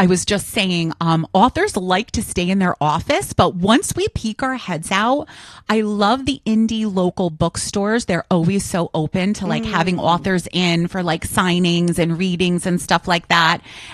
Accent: Hudson Valley, New York, United States; born or raised there; also born or lived in Queens, New York

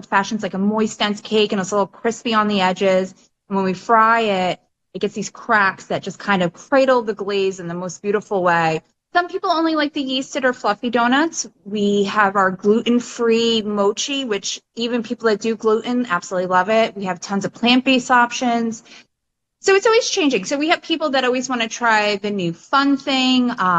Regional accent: Kingston, New York, United States; also born or lived in Portland, Maine; And, you know, I grew up in the Kingston City school system. And then in my 20s, I went to Portland, Maine for a while and then came back home. So I'm a local.

